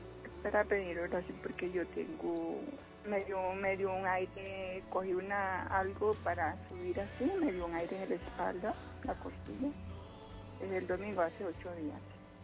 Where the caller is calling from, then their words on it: Bogotá, Colombia; Acá en Suba.